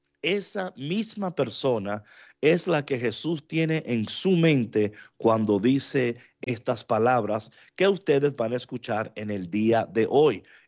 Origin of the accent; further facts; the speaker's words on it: Dominican Republic; now in León, Mexico; como dicen por ahí en mi país de la República Dominicana.